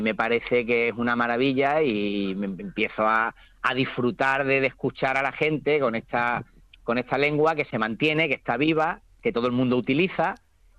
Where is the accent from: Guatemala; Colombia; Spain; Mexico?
Spain; Montehermoso, Extremadura; moved away as an adult; now in Valverde del Fresno, Spain; yo soy de Montehermoso, oriundo de Montehermoso, pero ya llevo muchísimos años aquí de maestro en Valverde y Dufresnu.